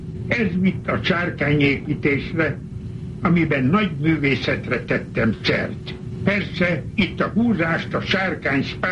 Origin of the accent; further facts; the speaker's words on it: Gyulavári, Békés, Hungary; moved away as an adult; now in United States; Mikor 11 éves koromban elköltöztünk Gyulaváriból, a szülőfalunktól fájdalmas búcsút vettem, mely azt hittem, örökre szól. Ugyanezt hittem 48 éves koromban, mikor elhagytam Magyarországot, és Amerikába jöttem.